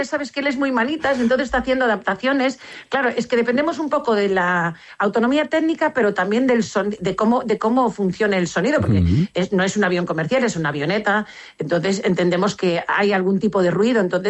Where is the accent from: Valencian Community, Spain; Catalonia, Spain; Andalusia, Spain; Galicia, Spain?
Galicia, Spain; Mazaricos; yo misma soy de Mazaricos